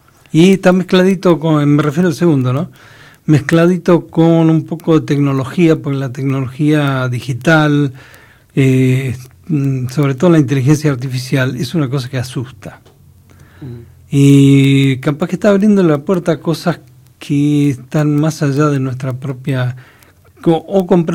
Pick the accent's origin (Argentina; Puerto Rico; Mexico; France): Argentina; Caleta Olivia, Santa Cruz; also born or lived in Comodoro Rivadavia; Yo soy nacido en Comodoro Rivadavia y criado en Caleta Olivia, cuando Caleta tenía 5.000 habitantes.